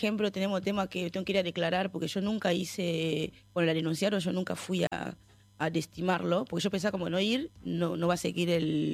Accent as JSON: {"language": "Spanish", "country": "DR Congo", "moved": "yes", "lives_now": "Argentina", "said": "está en mi país"}